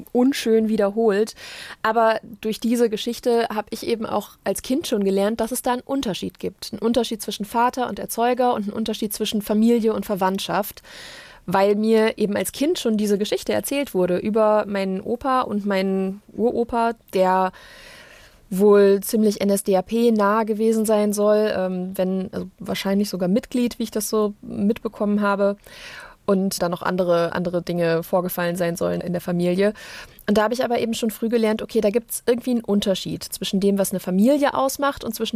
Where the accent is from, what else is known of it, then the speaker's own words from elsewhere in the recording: Germany; also born or lived in Osnabrück; In so einer alteingesessenen CDU-Familie, in einem kleineren Ort eben. Sehr, sehr westdeutsch auch. Also ich bin relativ nah der niederländischen Grenze groß geworden und ja, habe da so meine Kindheit und Jugend verbracht.